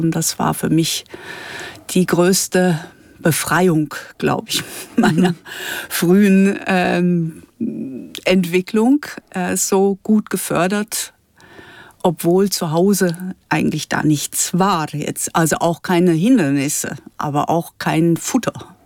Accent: North Rhine-Westphalia, Germany; moved away; also born or lived in Münster; Meine Eltern stammen aus dem Münsterland. Aufgewachsen bin ich am Rande des Ruhrgebiets. Und beide Eltern waren nicht aus bürgerlichen und akademischen Kreisen. Meine Mutter aus einem Dorf, Handwerkerhintergrund.

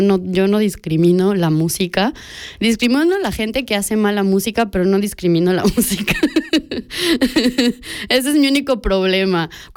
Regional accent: Mexico; esta melancolía que tenemos como latinoamericanos y mexicanos con esta música del rock banquetera, callejera, que nos traslada a no solo a nuestras casas, a nuestra tierra

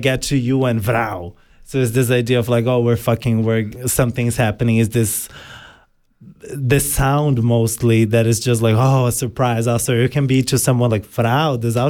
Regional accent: Brazil; born or raised there; moved away

